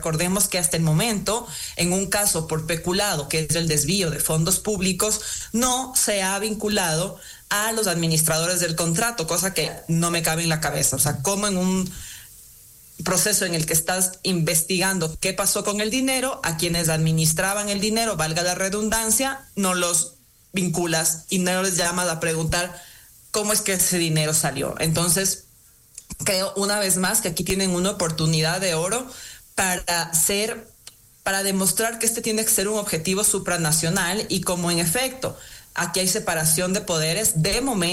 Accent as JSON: {"language": "Spanish", "country": "Ecuador"}